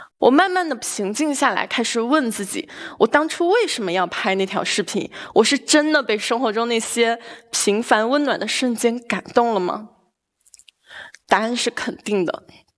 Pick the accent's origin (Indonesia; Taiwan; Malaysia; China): China; Zibo, Shandong; 作为一个淄博人